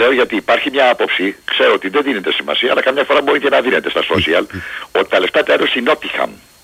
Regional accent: Peristeri, Attica, Greece; born there; Έπαιζα μπάλα μικρό στο Περιστέρι στις Σαλάνες. … από το Περιστέρι.

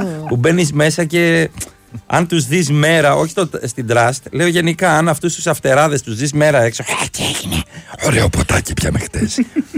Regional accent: Menidi, Attica, Greece; Έχει χάρη που είμαι από το Μενίδη και τα λιώσια. Μπορώ να το πω εγώ.

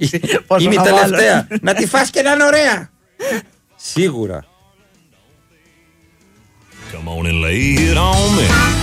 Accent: Arta, Epirus, Greece; Εγώ δεν είμαι από το Λακαρνανί. Είμαι από την Άρτα.

